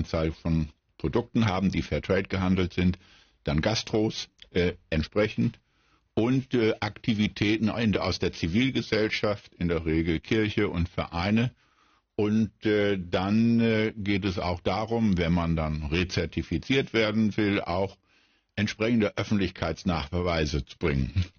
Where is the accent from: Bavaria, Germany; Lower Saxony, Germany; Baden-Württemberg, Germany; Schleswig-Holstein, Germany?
Lower Saxony, Germany; ich sage es als Friese gerne so